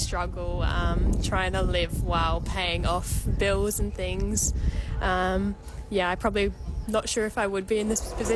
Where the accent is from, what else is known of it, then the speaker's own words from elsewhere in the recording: Mackay, Queensland, Australia; So I'm from Mackay originally. I did all my studies here, and now I've got a job here. It's really nice to come and, like, give back to the community where I've grown up in my whole life.